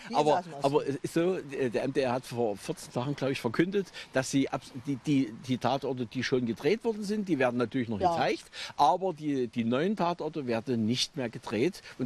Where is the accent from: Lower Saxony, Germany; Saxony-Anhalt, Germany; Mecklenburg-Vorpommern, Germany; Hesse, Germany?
Saxony-Anhalt, Germany; Merseburg; ich bin ja hier in Merseburg zur Schule gegangen, in der Döcherschule.